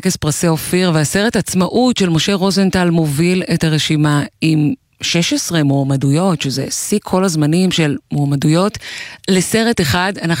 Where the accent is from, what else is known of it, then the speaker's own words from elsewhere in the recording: Ginosar, Northern District, Israel; born there; אני נולדתי בגינוסר